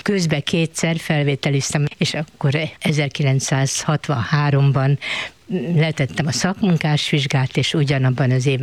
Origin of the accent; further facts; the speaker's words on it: Budapest, Hungary; 75 éve ugye itt lakom, hát együtt nőttem föl a vérmező fáival, és itt van az iskola is, hogy jó előtte elmenni, hát ide jártam.